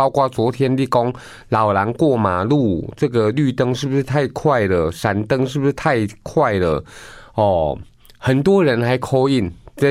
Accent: Taiwan; 长照资源跟不上我们台湾人的老化

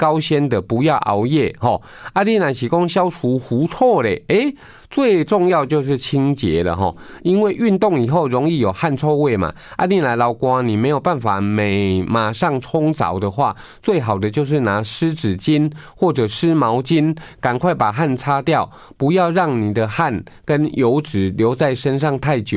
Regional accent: Taiwan; 最近这几年我们台湾人的饮食比较西化啦，

